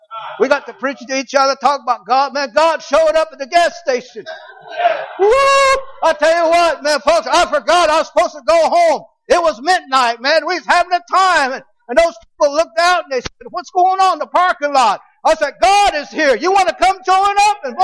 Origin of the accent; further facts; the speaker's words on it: Arizona, United States; I tell people, I'm from Arizona. They go, "Oh, it's hot down there." Not where we live. Hey, this winter we had 30 below zero weather for 2 weeks. That's pretty cold in northern Arizona.